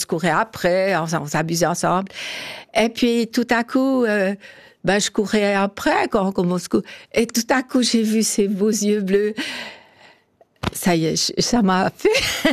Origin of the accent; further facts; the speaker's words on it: Porrentruy, Jura, Switzerland; also born or lived in France; now in Macolin, Switzerland; J'ai grandi à Port-Rentrée.